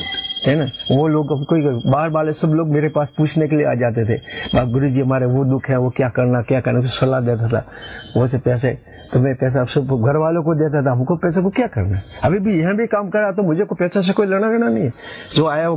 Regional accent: Dhavli, Rajasthan, India; हमारा गांव धवली है।

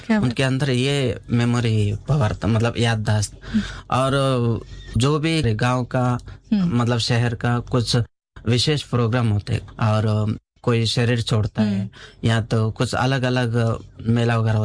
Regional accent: Karnataka, India; वो एक मेरा गांव जो है चारों तरफ जो है किला बनाया, मतलब पोर्ट है, जो श्री कृष्ण देवराय करके वहां पर हमारा कर्नाटक फेमस मतलब राजा था, उनके नेतृत्व में बनाया था हमारा गांव का किला.

